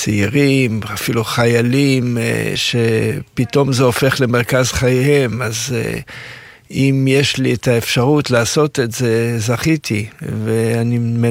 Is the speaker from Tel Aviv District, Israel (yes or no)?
no; Jerusalem, Jerusalem District, Israel; אני נולדתי בירושלים